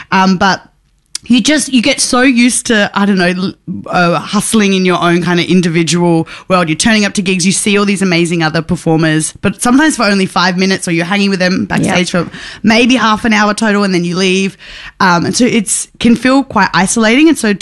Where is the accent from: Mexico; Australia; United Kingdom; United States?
Australia; Adelaide, South Australia; moved away; I'm from Adelaide originally